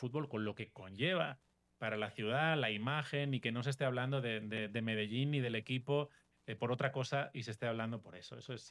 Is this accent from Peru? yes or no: no; Spain; yo soy español